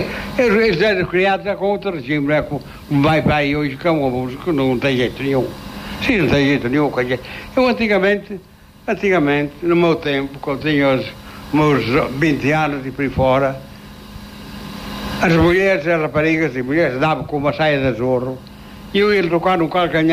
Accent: Figueiredo, Portugal; born there; quando nasci em Figueiredo

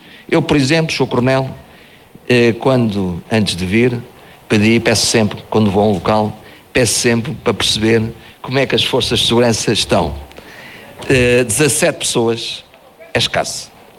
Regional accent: Oleiros, Centro, Portugal; born there; moved away; also born or lived in Africa; está aqui o Presidente da Câmara onde eu nasci há 60 anos

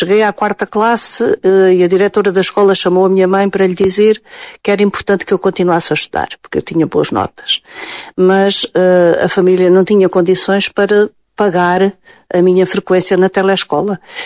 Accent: Galveias, Alentejo, Portugal; moved away as an adult; E até 1979, aos 18 anos, que saí das Galveias

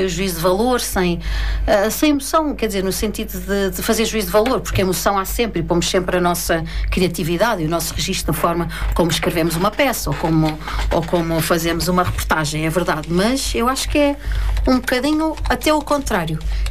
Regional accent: Queluz, Lisbon, Portugal; moved away as an adult; now in Mafra, Portugal; Eu cresci no Monte Abrão, portanto, num sítio dormitório, onde durante o dia as pessoas iam para Lisboa ou para as cidades trabalhar e, portanto, dormiam.

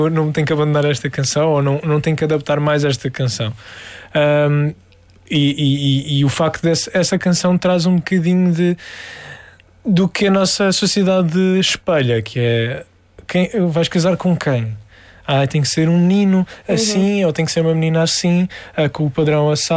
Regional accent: Algarve, Portugal; eu sou algarvio

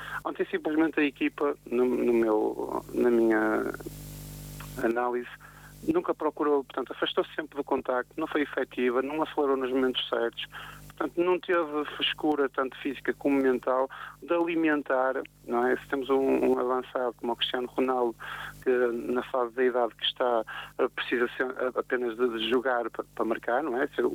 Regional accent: Portugal; estou a falar daquilo que é a nossa cultura enquanto português.

